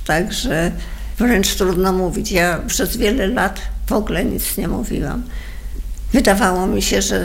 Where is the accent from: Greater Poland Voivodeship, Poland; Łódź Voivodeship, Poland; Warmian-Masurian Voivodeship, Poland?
Łódź Voivodeship, Poland; Łódź; born there